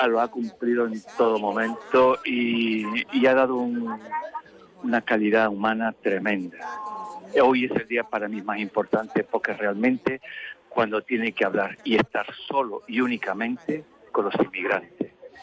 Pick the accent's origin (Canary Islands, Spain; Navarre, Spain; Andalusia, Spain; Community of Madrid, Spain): Canary Islands, Spain; Las Palmas; Por aquí de Las Palmas, permanente